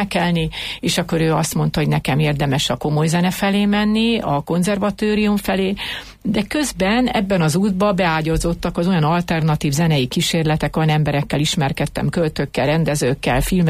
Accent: Siófok, Somogy, Hungary; moved away; egy darabig mi új helyen laktunk, és utána költöztünk Siófokra, és ott kereszteltettem meg magamat

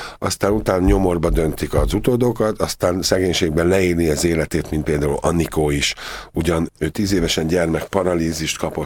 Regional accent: Nagymaros, Pest, Hungary; born there; Nagymaroson, ahol én is születtem

